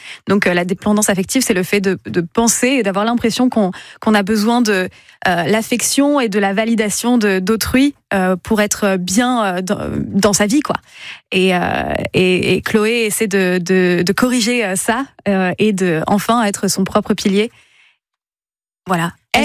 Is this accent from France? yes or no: yes; Hauts-de-France, France; also born or lived in Paris; now in Lille, France; dans laquelle je suis arrivée après ma rupture, pour le coup, parce qu'avant, j'étais à Paris. Mais je suis picarde de base.